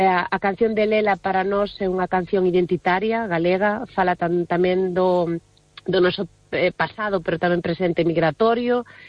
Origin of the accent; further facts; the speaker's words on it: Cangas, Galicia, Spain; E foi unha experiencia tanto para min, que son da ría de Vigo, ou son de Cangas, do outro lado da ría, pero para min, digo, formou parte da miña vida dende moi cativa